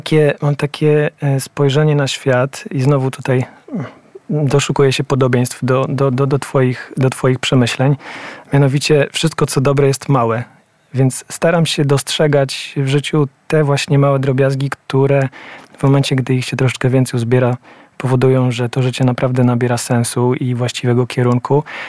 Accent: Lubiewo, Kuyavian-Pomeranian Voivodeship, Poland; also born or lived in Tuchola / Bydgoszcz; Urodziłem się w Tucholi. Pierwsze kilkanaście lat swojego życia spędziłem w takiej małej miejscowości nieopodal, w Lubiewie.

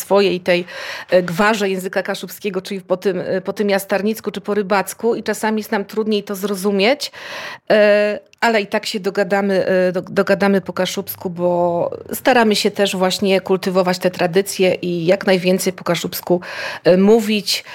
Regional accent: Kashubia, Poland; accent: Belacy Kashubian (po belacku); Ja, drodzy państwo, jestem kaszubką.

